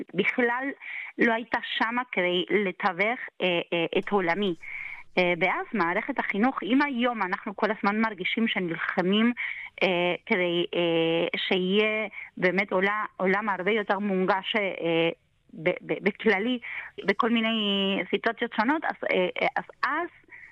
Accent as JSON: {"language": "Hebrew", "country": "Argentina", "tie": "born or raised there", "second_language": "Hebrew", "moved": "as an adult", "lives_now": "Israel", "said": "אני גדלתי לפני 43 שנה בארגנטינה, להורים במעמד כלכלי מאוד נמוך"}